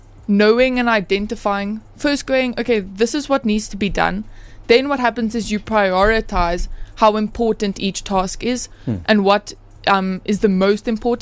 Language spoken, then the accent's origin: English; Johannesburg, Gauteng, South Africa; I think I'm a bit of a city girl. I'm from Parktown North in Johannesburg.